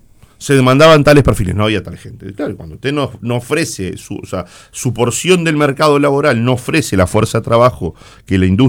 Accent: Uruguay

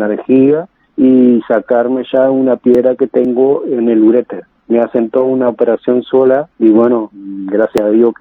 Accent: Carmelo, Colonia, Uruguay; Porque yo soy del interior, yo soy de Carmelo

